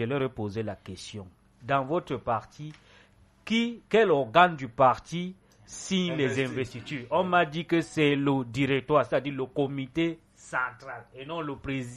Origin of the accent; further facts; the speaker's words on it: Cameroon; Nous sommes Camerounais.